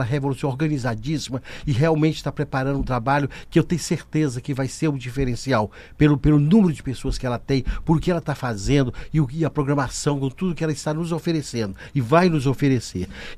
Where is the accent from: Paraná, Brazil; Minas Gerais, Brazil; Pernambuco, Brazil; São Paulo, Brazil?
Minas Gerais, Brazil; Jequitinhonha Valley; now in Belo Horizonte, Brazil; Sou mineiro, de Vale de Jequitinhonha, divisa com Minas, com Bahia. Atualmente moro em Belo Horizonte